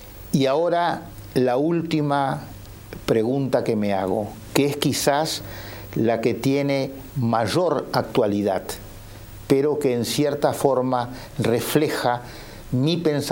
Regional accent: Uruguay; No somos ni argentinos ni brasileños, aunque estamos indefectiblemente unidos por el pasado y por el presente a lo que ocurre en ellos.

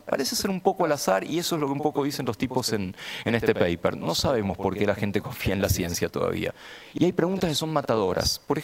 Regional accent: Argentina; instituciones muy importantes en mi país

